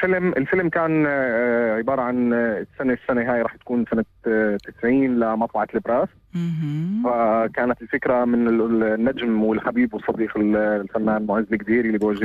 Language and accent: Arabic; Jordan; عندنا في الاردن، انا بديتها وانا في عمان